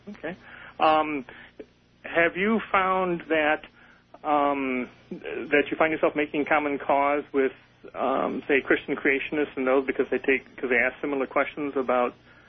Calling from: Azusa, California, United States; calling from Azusa, California.

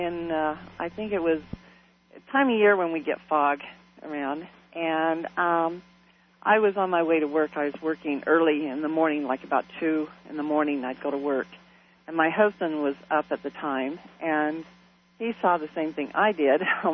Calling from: Roy, Utah, United States; I am from Roy, Utah.

